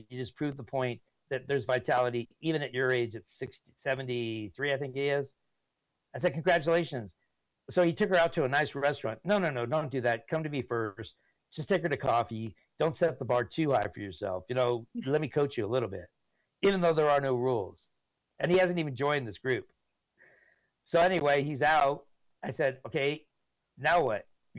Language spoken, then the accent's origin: English; California, United States; I'm from California.